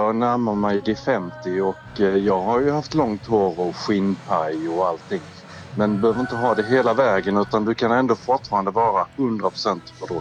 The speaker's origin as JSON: {"language": "Swedish", "town": "Bromölla", "region": "Skåne", "country": "Sweden", "lives_now": "Malmö, Sweden", "said": "Vi är ju från Bromölla."}